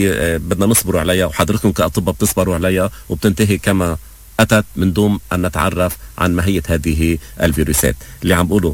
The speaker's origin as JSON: {"language": "Arabic", "country": "Lebanon", "said": "نحن بهمنا كلبنانية نحصن أنفسنا"}